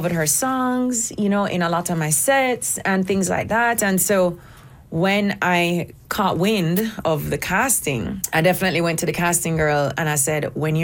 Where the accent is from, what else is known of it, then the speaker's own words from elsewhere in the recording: Jamaica; I'm a Jamaican girl.